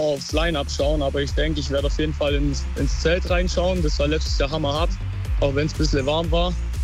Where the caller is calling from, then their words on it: Öpfingen, Baden-Württemberg, Germany; Ich komme aus Öpfingen.